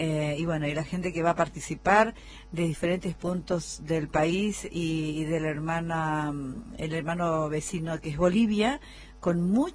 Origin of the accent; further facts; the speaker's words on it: Argentina; vamos a vivir aquí como argentinos